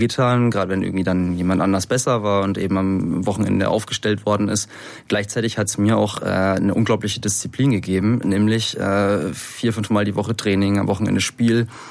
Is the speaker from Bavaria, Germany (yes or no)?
yes; Schweinfurt, Bavaria, Germany; born or raised there